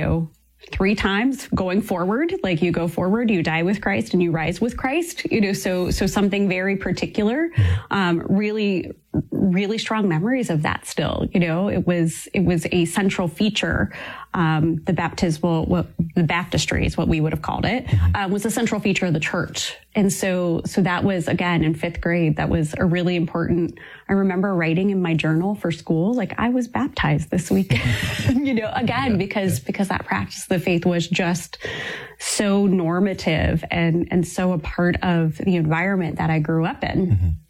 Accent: Ohio, United States; So I grew up in a very rural part of Ohio.

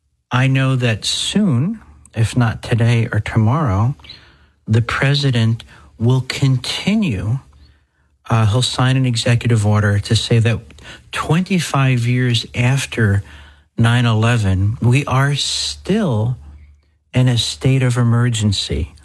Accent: New Jersey, United States; The second parish I grew up in New Jersey suffered a tragic fire in 1976

